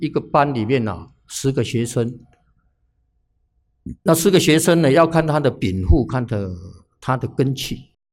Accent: Taiwan; 所以我们住在台湾的人啊，比较背叛祖宗

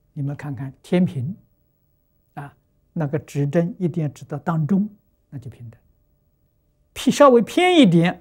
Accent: China; 我们中国人常讲忠心报国啊

